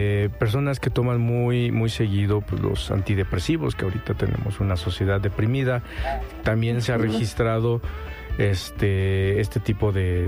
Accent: Mexico; esa falta de cultura de salud que tenemos como mexicanos

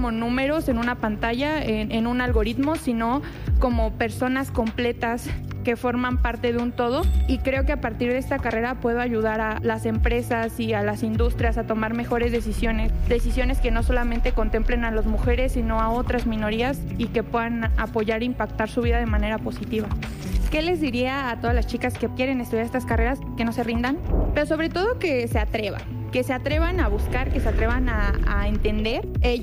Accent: State of Mexico, Mexico; de la licenciatura en ciencia de datos. Crecí en el Estado de México

